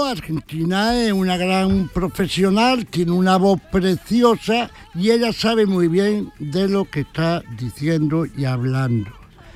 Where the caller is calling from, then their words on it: Jerez de la Frontera, Andalusia, Spain; soy de Jerez